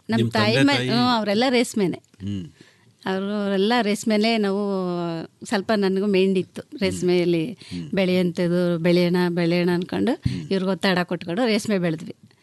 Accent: Bandrahalli, Karnataka, India; ನಮ್ಮ ಹುಟ್ಟೂರು ಬಂಡ್ರಳ್ಳಿ, ಹುಲಿದುರ್ಗದ ಹತ್ರ ಬಂಡ್ರಳ್ಳಿ.

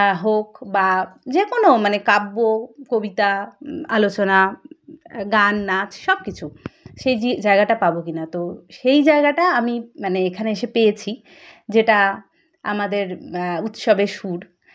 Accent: Chanchal, West Bengal, India; আমি উত্তরবঙ্গেরই মেয়ে। আমি মালদার চাঁচল থেকে আসছি। আমাদের বাড়ি বহু পুরনো, 150-200 বছর এরকম মানে সময় ধরেই আমরা ওই সেই পুরনো বাড়িতেই সবাই থাকি।

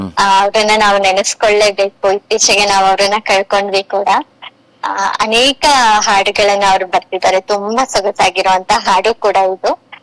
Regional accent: Koppa, Karnataka, India; ನಾನು ಹುಟ್ಟಿದ್ದು ಬೆಳೆದಿದ್ದು ಎಲ್ಲ ಕೊಪ್ಪದಲ್ಲಿನೇ.

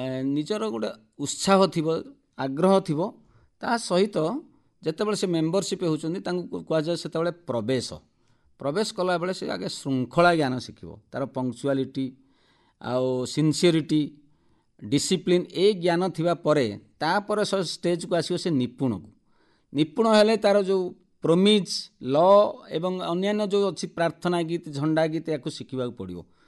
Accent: Odisha, India; ଏବଂ ଏହା ସହିତ ଆମେ ଓଡ଼ିଆ ହିସାବରେ ମହାପ୍ରଭୁ ଶ୍ରୀ ଜଗନ୍ନାଥଙ୍କର କୃପା, ସେହି ଜଗନ୍ନାଥଙ୍କର ସଂସ୍କୃତି

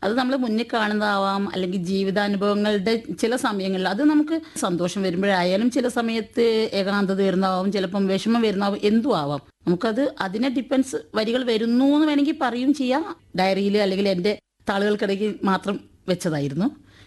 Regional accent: Kozhikode, Kerala, India; now in Sharjah, United Arab Emirates; ഞാൻ കോഴിക്കോട്ടുകാരിയാണ്

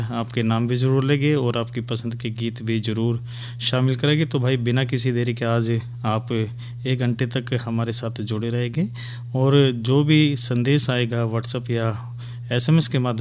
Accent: Haryana, India

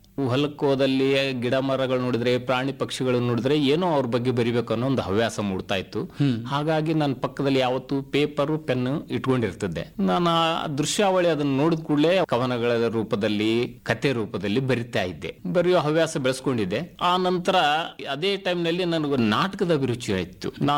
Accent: Jegarkal, Karnataka, India; also born or lived in Shivapura, Vadagera taluk, Yadgir district; ನಾನು 4 ವರ್ಷದವನಿದ್ದಾಗ ತಾಯಿ ತವರ ಮನೆ ಎಣ್ಣಜ್ಜ ತೊಗೊಂಬಂದು ಇಟ್ಕೊಂಡು ನನಗೆ ಇಲ್ಲೇ ಜಿಗರ್ಕಲ್ ಗ್ರಾಮದಲ್ಲೇ ಸ್ಕೂಲ್ಗೆ ಹೆಸರಚ್ಚಿ

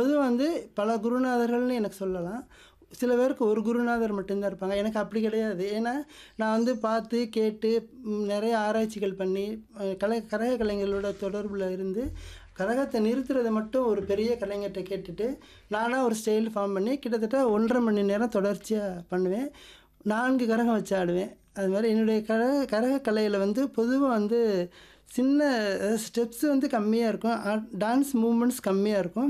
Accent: Poigaikaraipatti, Tamil Nadu, India; நான் வந்து பொய்கைக்கரைப்பட்டி வில்லேஜை சேர்ந்தவன்.

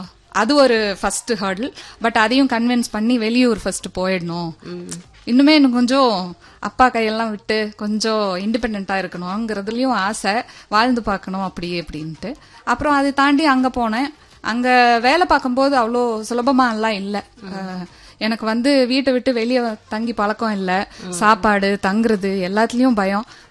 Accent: Coimbatore, Tamil Nadu, India; moved away as an adult; also born or lived in Bangalore; நான் பிறந்து வளர்ந்ததெல்லாம் கோயம்புத்தூர்.

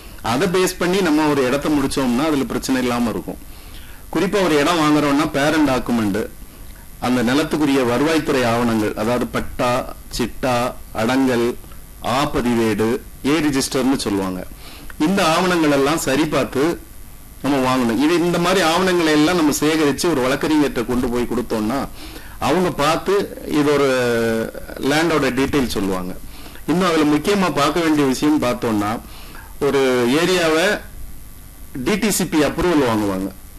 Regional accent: Valliyur, Tamil Nadu, India; எனது சொந்த ஊர் நெல்லை மாவட்டம் வள்ளியூர். நான் 1994 முதல் வள்ளியூர் உரிமையியல் நீதிமன்றத்தில் வழக்கறிஞராக பணி செய்து வருகிறேன்.

